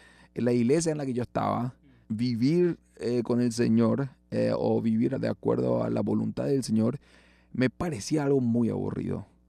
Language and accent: Spanish; Asunción, Paraguay; born or raised there